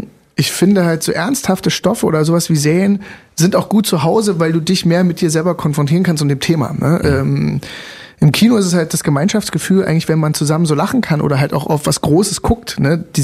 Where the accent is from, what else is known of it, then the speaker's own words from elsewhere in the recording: Germany; ich bin Deutscher